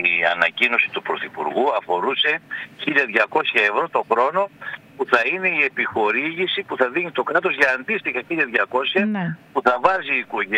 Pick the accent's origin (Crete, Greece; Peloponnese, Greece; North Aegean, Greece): North Aegean, Greece; Mytilinioi; μπορεί να είναι το χωριό μου